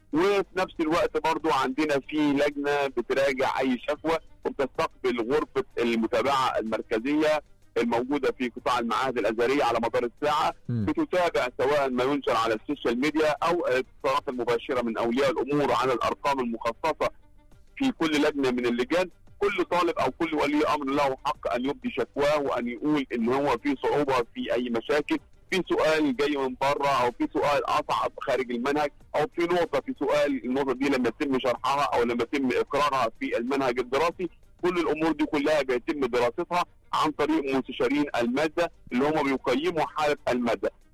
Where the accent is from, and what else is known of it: Egypt